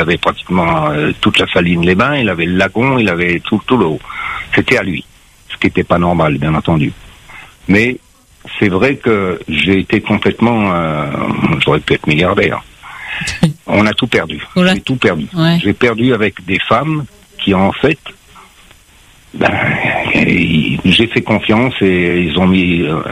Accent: Réunion; born there; also born or lived in Madagascar; moi, je suis né à Madagascar. Je suis rentré à l'île de Réunion 5 ans après. Mm-hmm. Ma grand-mère, elle est malgache.

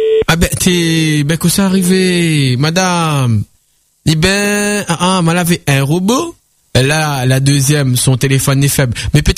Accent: Saint-André, Réunion; moi je viens de l'Est, de Saint-André plus précisément.

